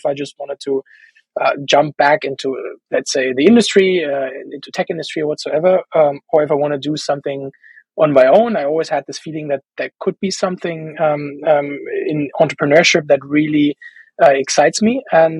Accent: Germany; also born or lived in San Francisco; They would send me at least 2 years back to my home country to bring the American culture back to Germany.

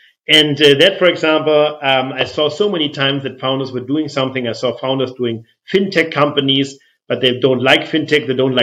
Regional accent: Flensburg, Schleswig-Holstein, Germany; I come from Flensburg, northern Germany.

